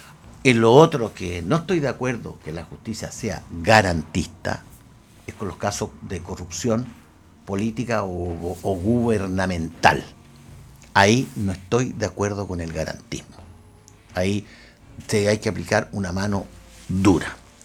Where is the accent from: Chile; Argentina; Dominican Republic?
Chile; Pero somos pobres chilenos.